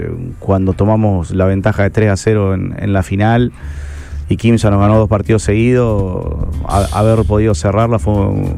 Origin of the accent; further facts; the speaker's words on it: Argentina; moved away; hace que todos los entrenadores argentinos estemos muy formados y estemos bien conceptuados alrededor del mundo.